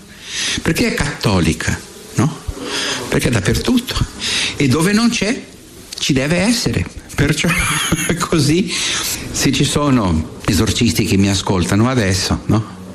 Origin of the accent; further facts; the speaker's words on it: Brazil; Io vengo dal Brasile e ne abbiamo giù, eh?